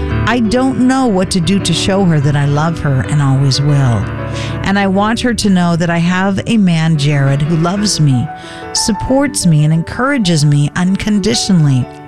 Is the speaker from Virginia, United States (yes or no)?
yes; Virginia, United States; I'm a 35-year-old graduate student who moved from my hometown in Virginia to Kentucky for grad school